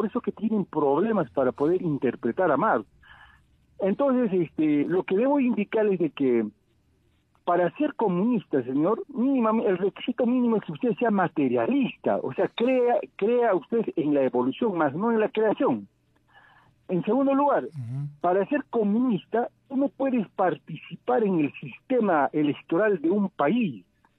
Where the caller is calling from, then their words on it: Cusco, Peru; desde la ciudad del Cusco.